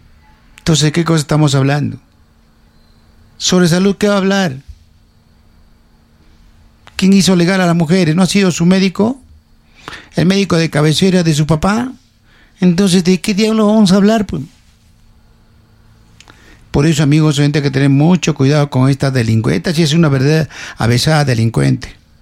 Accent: Peru; Veo la realidad de mi pueblo peruano que se muere actualmente de hambre.

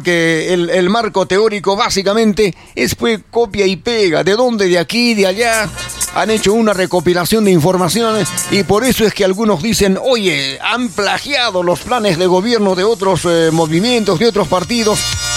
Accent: Arequipa, Peru; la situación que estamos enfrentando, por ejemplo, los arequipeños en función de cómo se mueve la economía en Arequipa.

